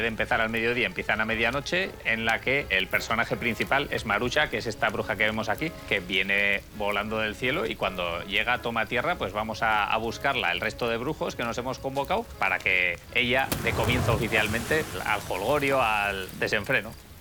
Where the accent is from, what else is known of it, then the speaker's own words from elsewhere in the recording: Vidangoz, Navarre, Spain; Yo soy un brujo de Vidangoz, porque a los de Vidangoz nos llaman brujos de apodo.